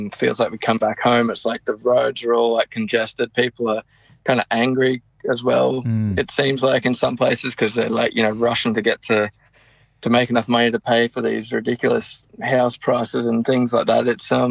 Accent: Sunshine Coast, Queensland, Australia; I loved growing up where I grew up on the Sunshine Coast

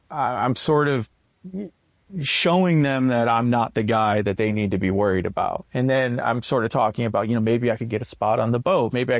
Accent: United States; especially being American

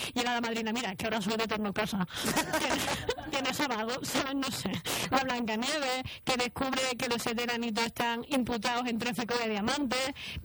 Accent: Cuenca, Castilla-La Mancha, Spain; Y la otra, que soy de Cuenca, cojones.

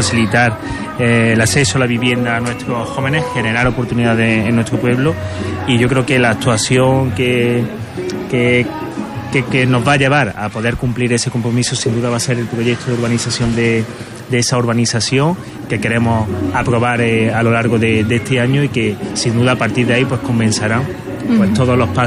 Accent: Fuente de Piedra, Andalusia, Spain; los vecinos y vecinas de nuestro pueblo

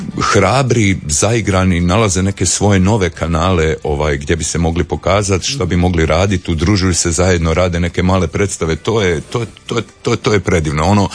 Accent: Croatia; Ja sam jedini iz Hrvatske

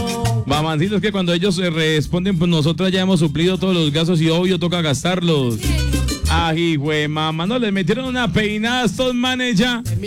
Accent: Medellín, Antioquia, Colombia; Yo trabajo en la grama de los escuchos mientras trabajo, soy de Medellín, vea qué belleza.

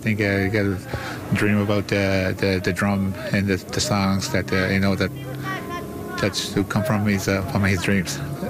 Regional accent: Natuashish, Newfoundland and Labrador, Canada; I'm from Nantwishish originally, from Davis Inlet. You know, I'm the chief of Nantwishish.

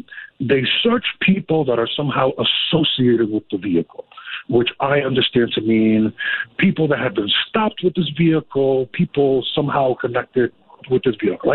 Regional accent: Providence, Rhode Island, United States; I've born and raised in South Providence. That's where my work is rooted.

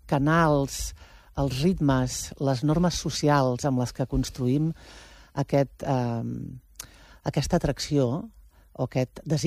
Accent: Prats de Lluçanès, Catalonia, Spain; Clar, tio, és que jo soc de Prats

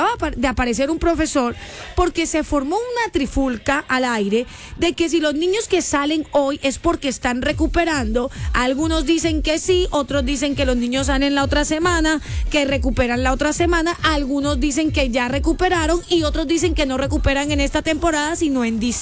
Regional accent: Colombia; Decir que es de Colombia, uno hoy en día enorgullece cuando uno sale del país y dice, yo soy de Colombia.

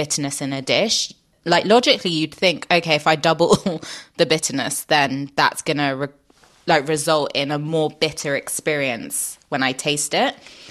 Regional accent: Paris, Île-de-France, France; which is also in the book because I grew up in Paris, is a French chicory and walnut and blue cheese salad.

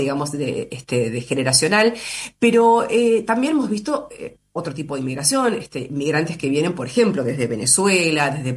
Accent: Argentina; ¿Cómo somos nosotros, los argentinos, como sociedad con respecto a la migración?

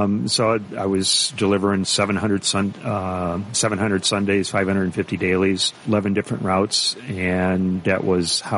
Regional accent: Detroit, Michigan, United States; Born in the Detroit area, grew up on the west side of Detroit, yeah. Livernois and 94 area.

